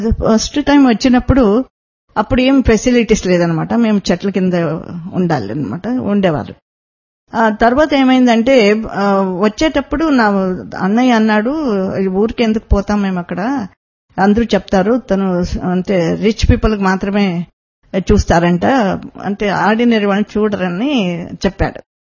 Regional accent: Mysore, Karnataka, India; also born or lived in Davanagere; now in Anantapur, India; నేను మైసూర్ నుంచి వచ్చాను.

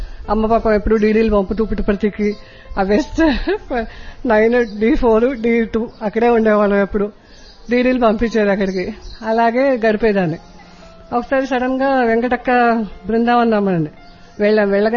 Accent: Hyderabad, Telangana, India; నేను హైదరాబాద్ నుండి వచ్చాను.

